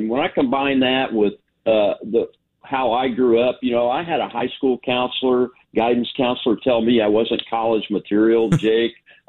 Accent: United States; as an American

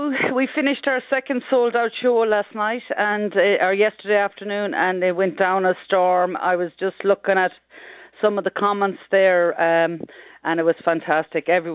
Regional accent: Swinford, Connacht, Ireland; one town in the west of Ireland, Swinford, and that's my hometown.

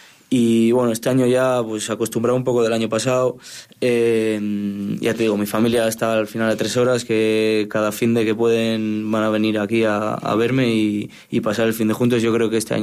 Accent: Colindres, Cantabria, Spain; moved away as an adult; also born or lived in Santander / Ibiza; yo el año pasado estaba un poco, pues estaba viviendo en Santander, yo soy de Colindres, de un pueblo de Cantabria que está a media hora

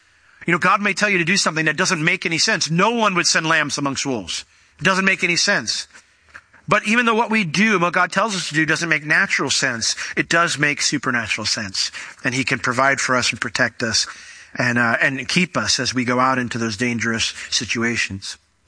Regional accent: New York, United States; They traded my favorite player when I was a kid. I grew up in New York. I was a Yankee fan, and they traded my favorite player.

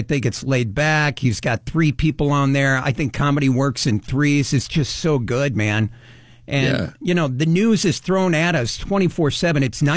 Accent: Peoria, Illinois, United States; I grew up in Peoria, Illinois, the home of Richard Pryor.

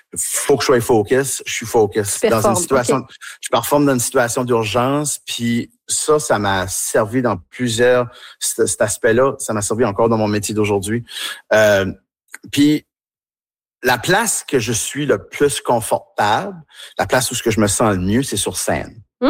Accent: Tracadie, New Brunswick, Canada; accent: Tracadie

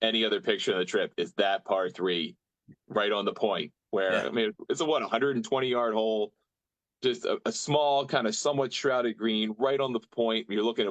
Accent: United States; And you go, okay, well, I'm an American. I play a lot of parkland golf

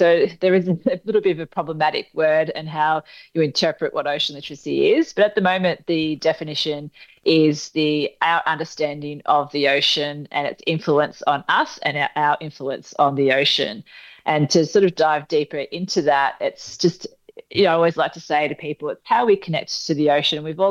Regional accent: Kyabram, Victoria, Australia; moved away; Yeah, so my hometown is Kyabram, which is a regional town up in northern Victoria. So it's about a 3-4 hour drive from the nearest coastal area.

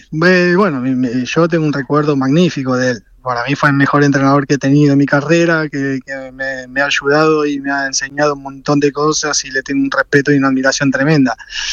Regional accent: Argentina; como argentinos a nosotros nos ilusiona muchísimo.

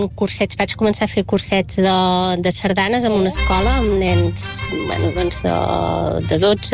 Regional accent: Vic, Catalonia, Spain; Hola, doncs mira, jo us truco, soc de Vic

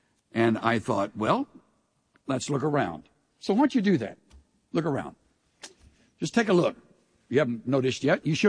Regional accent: El Campo, Texas, United States

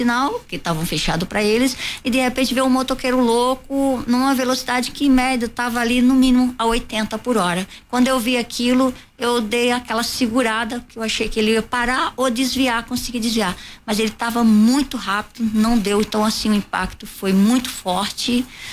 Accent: Northeast Region, Brazil; now in Rio de Janeiro, Brazil; Porque ela é do Nordeste, eu sou do Nordeste

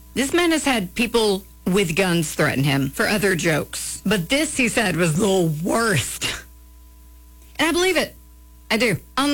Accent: Tuscumbia, Alabama, United States; I grew up around Tuscumbia, where Helen Keller lived.

